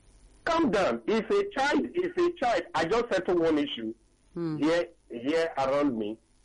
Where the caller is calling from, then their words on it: Ikeja, Lagos, Nigeria; I'm calling from Ikeja.